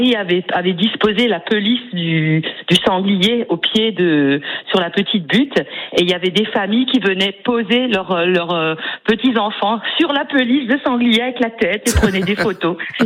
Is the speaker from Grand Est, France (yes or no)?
yes; Urmatt, Grand Est, France; Moi, je me souviens aussi quand j'étais enfant, je suis originaire d'Urmat, j'ai vu passer Edimer.